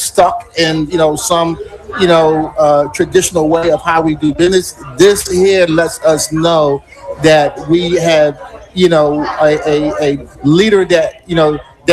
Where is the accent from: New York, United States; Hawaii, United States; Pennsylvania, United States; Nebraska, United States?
Pennsylvania, United States; Philadelphia; Now I'm born and raised in Germantown. I'm from Uptown.